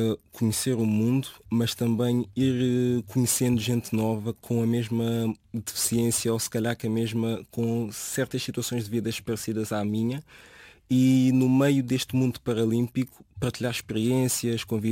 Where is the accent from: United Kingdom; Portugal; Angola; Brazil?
Portugal; born there; tenho 23 anos e faço atletismo adaptado. Nasci cá em Portugal, os meus pais são de São Tomé e Príncipe.